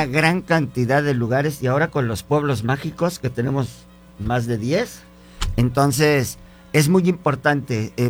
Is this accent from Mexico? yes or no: yes; Hidalgo, Mexico; para mí el tener esta oportunidad de poder platicar acerca de la bella costumbre, tradiciones de nuestro estado de Hidalgo.